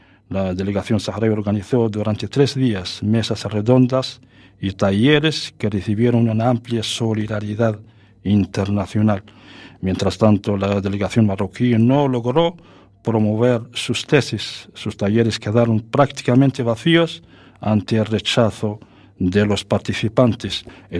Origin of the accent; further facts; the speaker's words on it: Germany; Spanish is a second language; soy de Alemania.